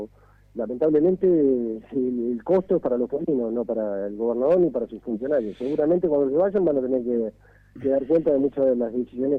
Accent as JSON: {"language": "Spanish", "town": "Río Grande", "region": "Tierra del Fuego", "country": "Argentina", "tie": "born or raised there", "said": "nosotros nos criamos en el Río Grande, íbamos a la pileta de YPF los veranos."}